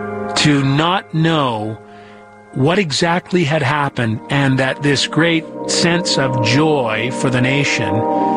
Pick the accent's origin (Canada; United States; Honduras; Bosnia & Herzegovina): Canada; I'm also Canadian.